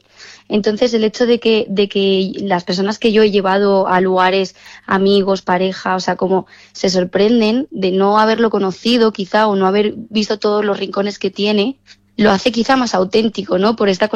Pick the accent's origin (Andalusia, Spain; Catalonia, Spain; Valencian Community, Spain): Valencian Community, Spain; Valencia; born there; also born or lived in La Cierva, Cuenca; Yo siempre decía como que no sabía si me sentía más castellano-manchega o más valenciana, ¿sabes? Como que aunque he nacido en Valencia, al final me he criado con mis abuelos y con mi familia paterna también.